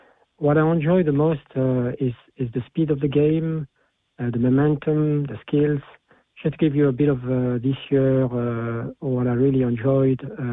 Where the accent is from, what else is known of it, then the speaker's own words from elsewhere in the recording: Paris, Île-de-France, France; moved away as an adult; also born or lived in Switzerland / Brussels; now in Carrigart, Ireland; I'm from Paris originally, and now based in Carrigart since 2023.